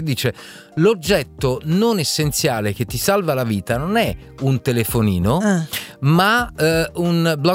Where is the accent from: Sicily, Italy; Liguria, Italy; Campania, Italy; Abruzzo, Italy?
Campania, Italy; Naples; napoletano come il sottoscritto.